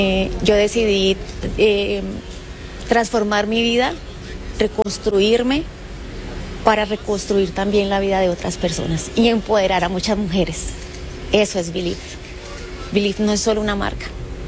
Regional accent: Tolima, Colombia; born there; now in Santander, Colombia; Yo soy tolimense de nacimiento, pero soy santandereana de convicción y de elección.

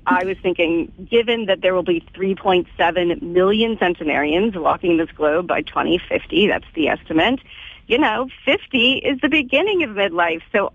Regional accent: Louisville, Kentucky, United States; I grew up in Louisville, Kentucky. I went to Churchill Downs many times. It's the home of the Kentucky Derby.

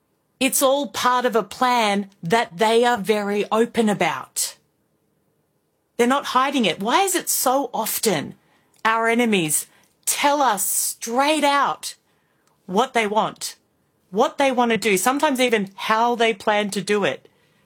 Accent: Indonesia; born or raised there

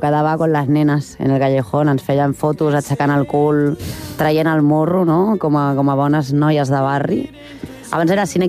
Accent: Barcelona, Catalonia, Spain; Soc patrimoni de Sant Antoni.

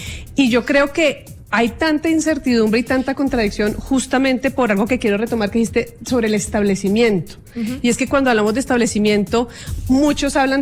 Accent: Colombia; Es como que como colombianos nos están preguntando de qué lado se siente más seguro

